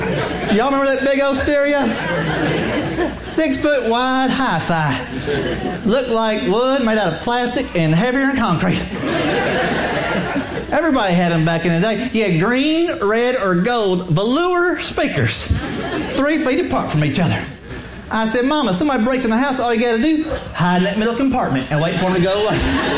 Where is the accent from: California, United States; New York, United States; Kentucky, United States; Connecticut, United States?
Kentucky, United States; Lexington; also born or lived in Ohio; now in Tennessee, United States; I grew up just outside of Lexington, and then I moved to Ohio for a while, and I broke a tooth and bought a truck and had to move all the way down to Tennessee.